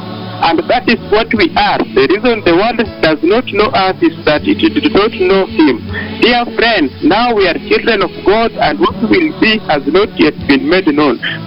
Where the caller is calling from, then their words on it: Nairobi, Kenya; I am calling from Kayole Main Altar over here in Nairobi.